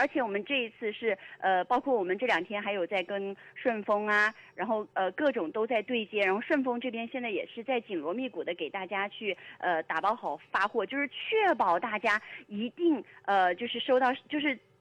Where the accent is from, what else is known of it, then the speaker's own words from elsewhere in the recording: Jiangxi, China; 我们江西人帮江西人啊。